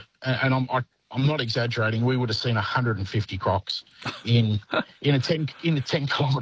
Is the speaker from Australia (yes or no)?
yes; Bright, Victoria, Australia; No, I come from Bright in northeast Victoria.